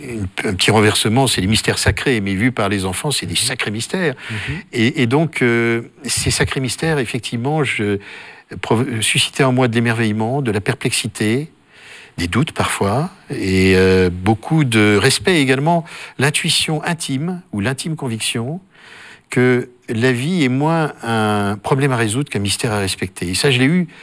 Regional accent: Paris, Île-de-France, France; moi j'ai passé mon enfance à Paris.

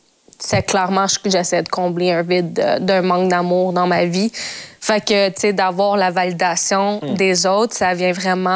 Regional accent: Montreal, Quebec, Canada; Ben, j'ai grandi à Montréal, puis mes parents immigrés au Québec.

